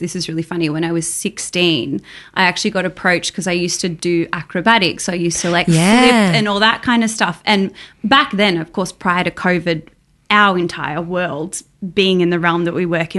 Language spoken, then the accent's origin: English; Australia